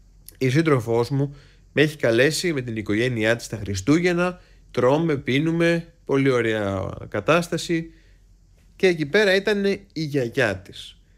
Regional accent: Greece; η προφορά που είχα εγώ αναπτύξει ως γνήσιος Έλλην στους 2-3 μήνες γερμανικών μου

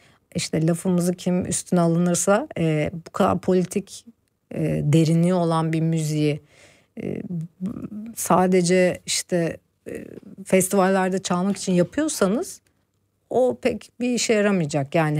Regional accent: Anatolia, Turkey; orada doğup büyümemiş olsam bu müziği yapabileceğimi de sanmıyorum.

